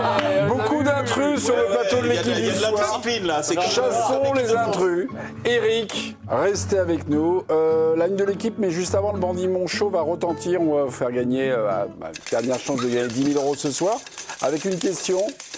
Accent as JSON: {"language": "French", "country": "France", "said": "Je suis français, j'ai joué une demi-finale de mondial."}